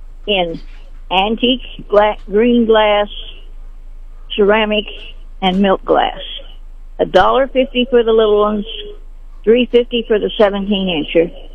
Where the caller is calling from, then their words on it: Sedalia, Missouri, United States; I'm calling from Sedalia.